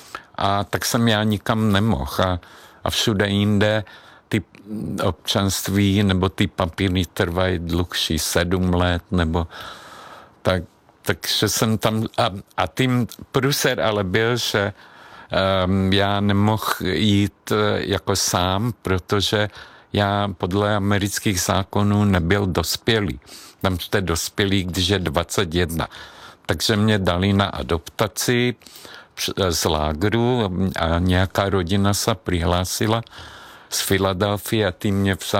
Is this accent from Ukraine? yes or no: no; southern Slovakia, Slovakia; Czech is a second language; moved away as an adult; also born or lived in United States; now in Czech Republic; já se narodil na jižním Slovensku, ale v maďarské rodině, a i když jsem chodil do slovenské školy